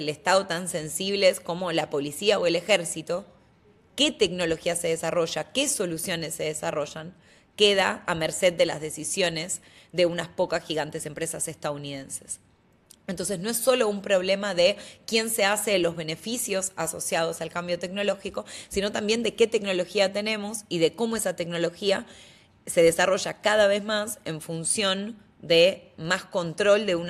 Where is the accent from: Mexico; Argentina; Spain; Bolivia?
Argentina; now in London, United Kingdom; Argentina, de donde yo vengo